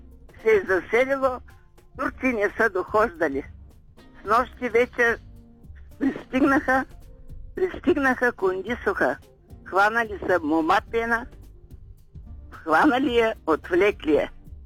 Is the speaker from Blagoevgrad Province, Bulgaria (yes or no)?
no; Dragoevo, Shumen Province, Bulgaria; now in Shumen, Bulgaria; Аз съм родом от Драгоево, в Шумен живея